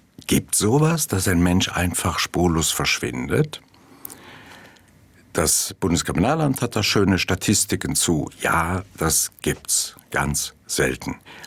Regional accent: Mayen, Rhineland-Palatinate, Germany; born there; Mayen, Eifel, meine Geburtsstadt.

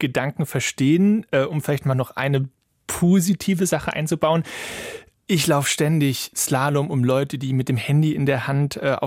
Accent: Cologne, North Rhine-Westphalia, Germany; Aber ich komme ja aus Köln

